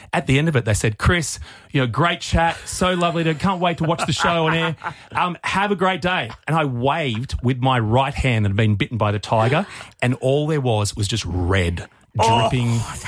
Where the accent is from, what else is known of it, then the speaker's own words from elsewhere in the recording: Australia; moved away; I was the vet, the Aussie vet in town